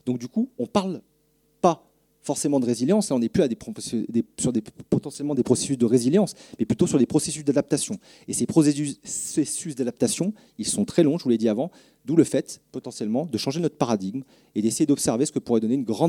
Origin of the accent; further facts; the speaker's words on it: Lyon, Auvergne-Rhône-Alpes, France; Enfin, moi, je suis du Rhône à la base, hein, de Lyon.